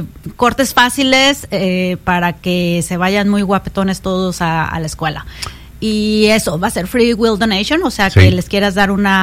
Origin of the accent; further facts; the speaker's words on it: Guadalajara, Jalisco, Mexico; now in Sioux City, United States; mi esposo y yo somos de Guadalajara, y pues ya tenemos aquí casi 30 años.